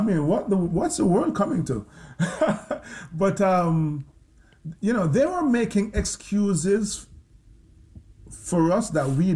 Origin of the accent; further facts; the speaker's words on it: Jamaica; The fact that we're from Jamaica and have very limited resources and so on does not factor.